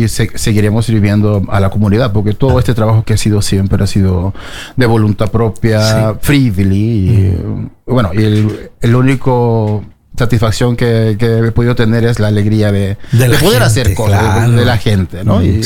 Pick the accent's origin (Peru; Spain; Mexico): Peru; now in Oslo, Norway; yo tuve una carrera musical en mi juventud, es por eso que salí de Perú en un tiempo que fue un poco difícil. Viajé mucho por todos los continentes, tocando con diferentes agrupaciones, y llegué a Oslo, Noruega, y bueno, me quedé en el principio de los 90